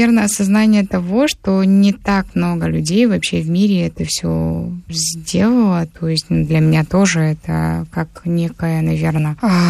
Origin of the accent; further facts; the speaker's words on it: Kabardino-Balkaria, Russia; я родилась в Кабардино-Балкарской республике. Кабардино-Балкарию называют Малыми Гималаями. У нас там находится высочайшая вершина России, Европы и очень много других не менее значимых вершин, как Эльбрус.